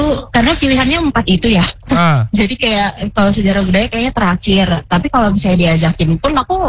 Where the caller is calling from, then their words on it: Manado, North Sulawesi, Indonesia; Aku kebetulan di Manado.